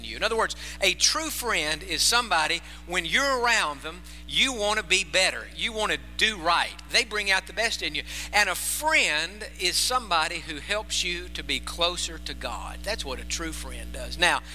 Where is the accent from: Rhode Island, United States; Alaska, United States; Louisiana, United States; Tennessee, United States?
Tennessee, United States; He and I grew up together in Tennessee, and good friend.